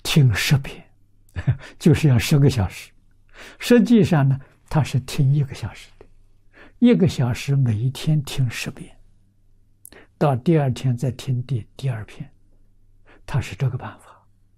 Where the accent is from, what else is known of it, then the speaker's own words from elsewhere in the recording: China; 我们中国人